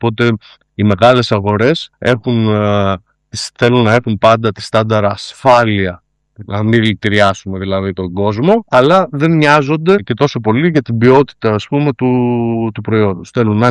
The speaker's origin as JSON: {"language": "Greek", "town": "Trikala", "region": "Thessaly", "country": "Greece", "moved": "as an adult", "lives_now": "East Zagori, Greece", "said": "στην πόλη μου, στα Τρίκαλα"}